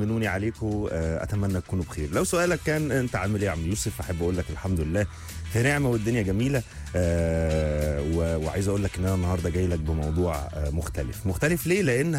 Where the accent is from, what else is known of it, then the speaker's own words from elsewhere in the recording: Egypt; عندنا منتخبنا الوطني منتخب مصر